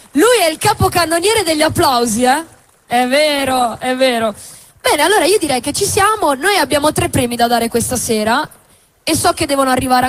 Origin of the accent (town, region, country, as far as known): Liguria, Italy